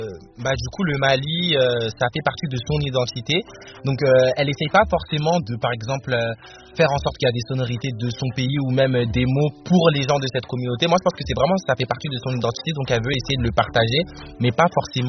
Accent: Guinea; moi, je suis guinéen

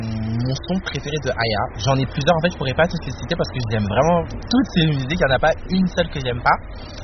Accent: Guinea; moi, je suis guinéen

